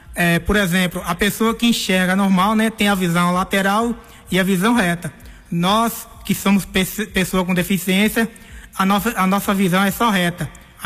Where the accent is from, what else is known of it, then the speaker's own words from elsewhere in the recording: São Paulo, Brazil; born there; also born or lived in Caeté; eu nasci em 1991 em São Paulo, no Hospital Ipiranga, na Zona Leste, em São Paulo.